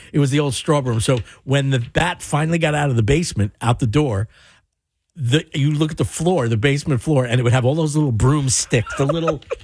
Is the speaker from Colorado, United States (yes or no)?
no; Staten Island, New York, United States; Listen, I am a guy from Staten Island. Staten Island guys, in my experience, do not come armed with the knowledge of how to handle wild animals in a home.